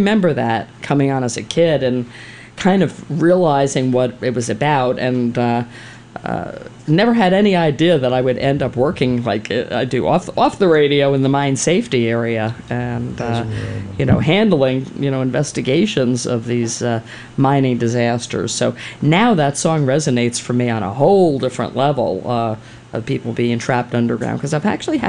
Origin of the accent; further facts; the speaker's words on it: New Jersey, United States; I grew up in New Jersey, but my father took me to the Essex Green Shopping Center on Sundays